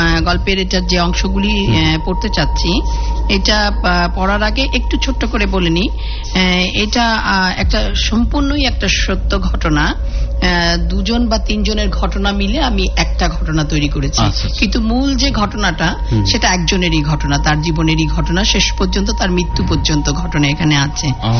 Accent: Faridpur, Dhaka Division, Bangladesh; moved away as an adult; also born or lived in Canberra; আমার জন্ম ফরিদপুরে।

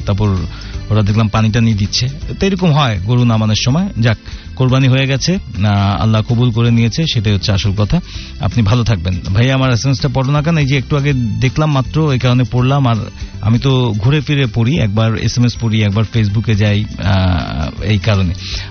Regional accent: Dhaka, Dhaka Division, Bangladesh; born there; আমার জন্ম হয়েছিল চামিলিবাগে। হ্যাঁ, মালিবাগের পর সিআইডি অফিসের পাশ দিয়ে যে চামিলিবাগ

